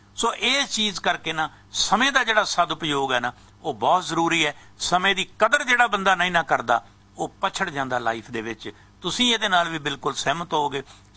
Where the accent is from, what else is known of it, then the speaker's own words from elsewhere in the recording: Punjab, India; ਕਿਉਂਕਿ ਅਸੀਂ ਪੰਜਾਬ ਤੋਂ ਆਏ ਹਾਂ